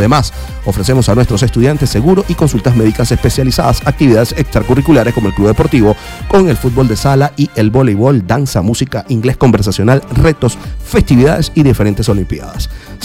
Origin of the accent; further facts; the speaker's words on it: Puerto La Cruz, Anzoátegui, Venezuela; Vamos allá, mi tierra natal, a Puerto La Cruz.